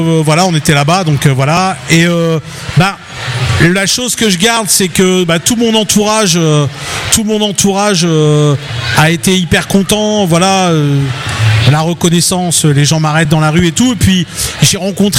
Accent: Roubaix, Hauts-de-France, France; Moi, je suis de Roubaix. Je suis pas loin.

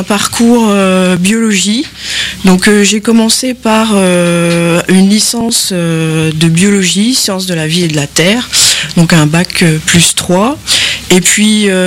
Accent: Cherbourg, Normandy, France; Enfin, je suis originaire en fait de Cherbourg, dans la Manche.

